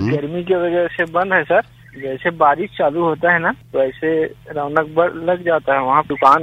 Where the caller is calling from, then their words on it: Dhorsa, Chhattisgarh, India; बोल रहा हूँ, गरियाबंद ढोरसा से।